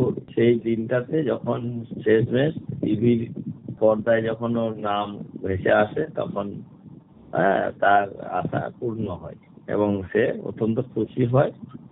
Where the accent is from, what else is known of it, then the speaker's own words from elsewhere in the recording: West Bengal, India; যেটা আমার গ্রামের বাড়ি, সেই গ্রামের বাড়ির পাশে একটা এ বিদ্যালয়, যে বিদ্যালয় থেকে আমি 5-10 পড়াশোনা করেছি, সেই বিদ্যালয়ে এখন আমি শিক্ষকতা করছি, বেরিয়াপুর অঞ্চল উচ্চ বিদ্যালয়।